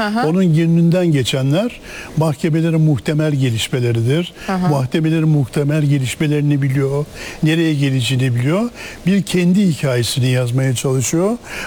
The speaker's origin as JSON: {"language": "Turkish", "region": "Manisa", "country": "Turkey", "said": "Daha önce de ben de Manisalıyım, kendisini yakından tanıyorum, ailesini de biliyorum."}